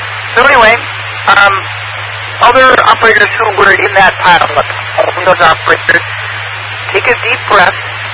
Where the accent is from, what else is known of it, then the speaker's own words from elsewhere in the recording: Michigan, United States; moved away; also born or lived in Grand Rapids; I'm from Michigan, folks.